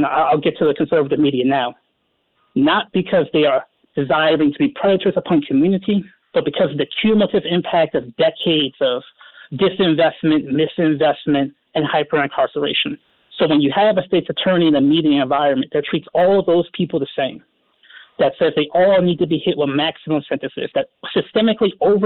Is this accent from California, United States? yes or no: no; Baltimore, Maryland, United States; born and raised in West Baltimore. Neighborhoods like Poplar Grove, Frederick Avenue. Family eventually ended up going to Woodlawn, but I ended up graduating from City.